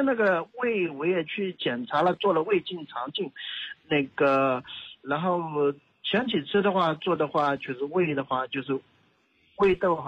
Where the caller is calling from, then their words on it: Zhoushan, Zhejiang, China; 我是浙江舟山人。